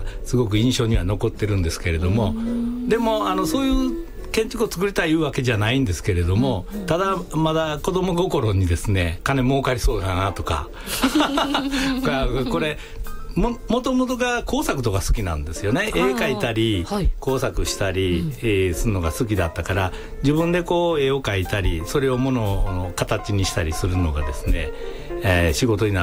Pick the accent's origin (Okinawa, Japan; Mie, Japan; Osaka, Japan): Osaka, Japan; born there; 僕大阪で生まれてるんですけれども、はい、両親が淡路島の海辺の出身なんですね。